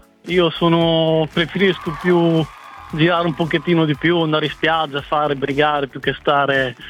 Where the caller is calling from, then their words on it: Bertinoro, Emilia-Romagna, Italy; Ho 46 anni, sono di Bertinoro, di provincia di Forlì Cesena. Anzi, in questo momento sono in spiaggia Lido di Savio, provincia di Ravenna.